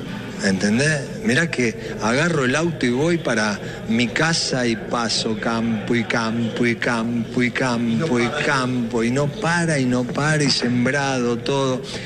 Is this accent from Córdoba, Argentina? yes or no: yes; Corral de Bustos, Córdoba, Argentina; A decir a mí que soy de Corral de Busto.